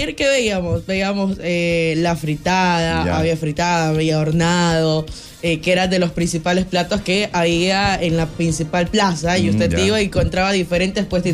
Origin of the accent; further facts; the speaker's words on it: Cariamanga, Loja, Ecuador; moved away; Me voy para mi tierrita.